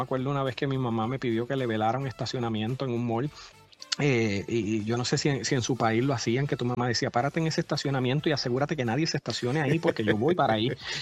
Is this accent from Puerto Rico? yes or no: yes; Puerto Rico; also born or lived in Ohio / New Jersey; now in Tampa, United States; mi isla, Puerto Rico